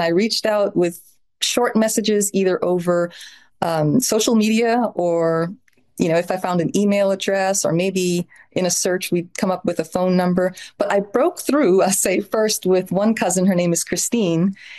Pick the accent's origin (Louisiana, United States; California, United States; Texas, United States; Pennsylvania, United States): Louisiana, United States; New Orleans; And they didn't have that sense that I grew up with in New Orleans of an enormous sprawling family and very clear lineage.